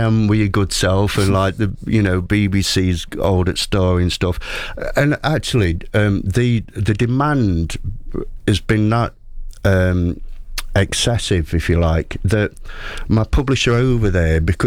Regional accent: United Kingdom; being a British author and the first British author they published

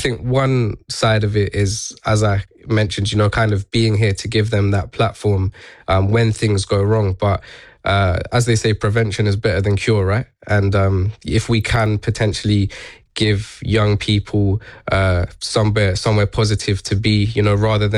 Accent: London, United Kingdom; born there

